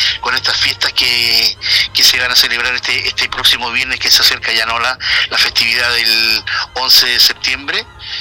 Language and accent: Spanish; Chile; now in Barcelona, Spain; que nos identifican también aquí en el estilo como chilenos.